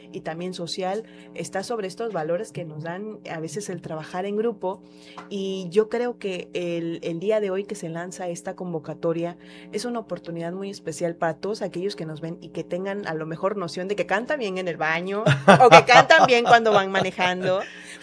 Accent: Tabasco, Mexico; lo traemos en la sangre y la voz tabasqueña es algo que realmente ha caracterizado mucho y así como nuestro acento

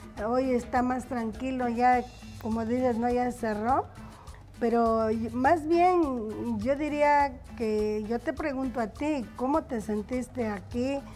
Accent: Oaxaca, Mexico; venir a Oaxaca y no probar una tlayuda, no, ¿verdad? Y venir a mi tierra linda menos.

